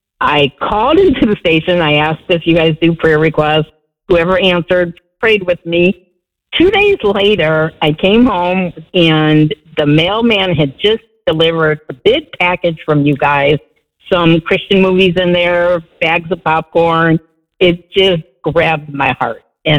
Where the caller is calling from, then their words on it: Whitewater, United States; from Whitewater.